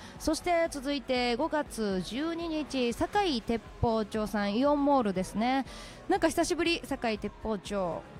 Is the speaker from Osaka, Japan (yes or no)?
yes; Yao, Osaka, Japan; 5月24日はアリオ八尾光町スクエアさんということで、もうここも私の地元のおなじみのもう会場になってきました。